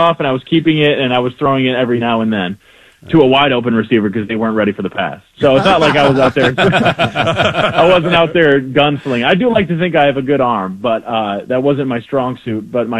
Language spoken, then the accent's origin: English; Hudsonville, Michigan, United States; also born or lived in Hillsdale, Michigan / Arkansas; Yeah, so I was born and raised in West Michigan. I've lived on the west side of Michigan in Hudsonville my whole life.